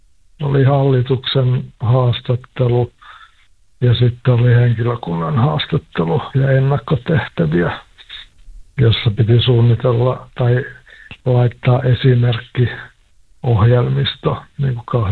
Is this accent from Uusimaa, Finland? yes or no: no; Kotka, Kymenlaakso, Finland; ja tietysti kun mulla on koti koko ajan säilynyt siellä Kotkassa, että Kotka on tälläkin hetkellä mun kotikaupunki. Kotkassa on myös perhe ja mulla on myös harrastuksia siellä